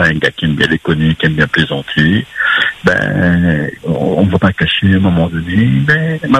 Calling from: Sainte-Marie, Réunion; moi, j'ai 55 ans, comme m'avait dit. Eh ben, moi, j'habite sur Sainte-Marie.

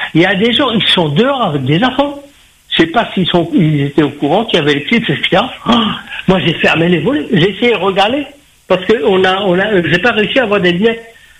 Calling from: Paris, Île-de-France, France; Eh ben moi je suis dans le nord, je suis sur Paris. Je suis sur Paris

